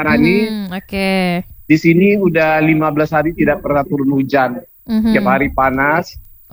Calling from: Sungayang District, West Sumatra, Indonesia; di Kecamatan Sungai yang ini, tepatnya di daerah saya tinggal ini

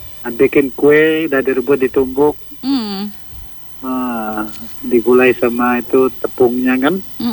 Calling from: West Kalimantan, Indonesia

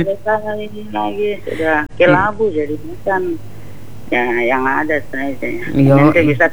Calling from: Sangihe, North Sulawesi, Indonesia; Orang Sangin, saya juga orang Sangin

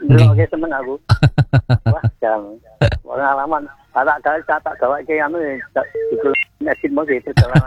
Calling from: Java, Indonesia; Saya orang Jawa, punya ratu tanah Jawa, nguri-uri budaya Jawa.

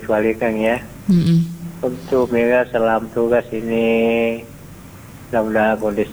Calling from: Polewali, West Sulawesi, Indonesia; Ya, dari Polewali.

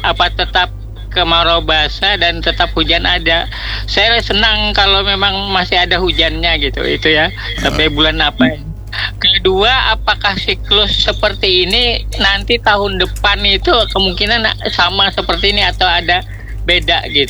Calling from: South Kalimantan, Indonesia; kita di Kalsel

